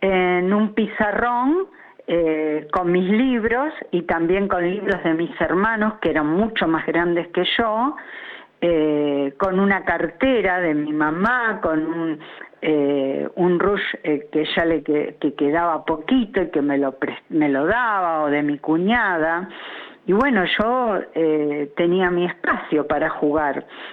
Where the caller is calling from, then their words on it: Lanús, Buenos Aires Province, Argentina; desde Lanús.